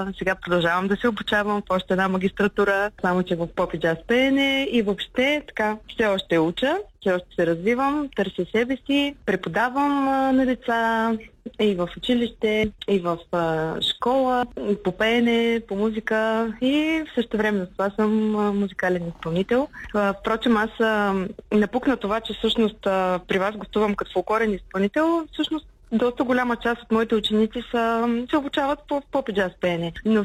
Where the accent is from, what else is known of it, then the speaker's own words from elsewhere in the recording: Plovdiv, Plovdiv Province, Bulgaria; Всъщност аз съм от Пловдив